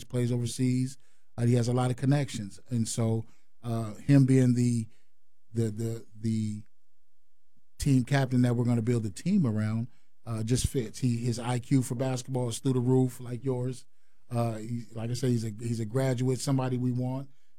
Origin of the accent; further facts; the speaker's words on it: Tacoma, Washington, United States; also born or lived in Vancouver, Canada; now in Bellingham, United States; So I'm from Tacoma, Washington originally. I lived in Vancouver, B.C. for about 25 years.